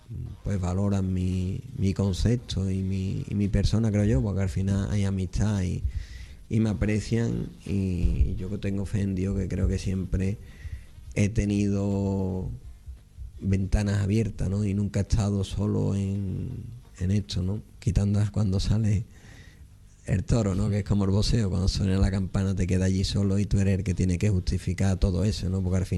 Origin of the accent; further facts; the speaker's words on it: Seville, Andalusia, Spain; Pero a la vez también soy de Sevilla, mi padre nació en Vejer de la Frontera y tengo aquí mucha familia